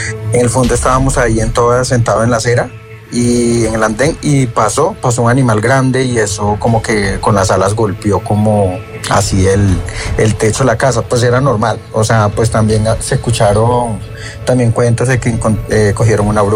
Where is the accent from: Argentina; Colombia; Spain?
Colombia; also born or lived in Venezuela; now in Bogotá, Colombia; Pues yo soy colombo venezolano y actualmente vivo en Bogotá.